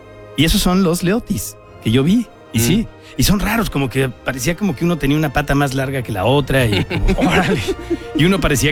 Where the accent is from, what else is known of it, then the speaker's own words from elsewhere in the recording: Tijuana, Baja California, Mexico; now in Mexico City, Mexico; porque crecí en Tijuana.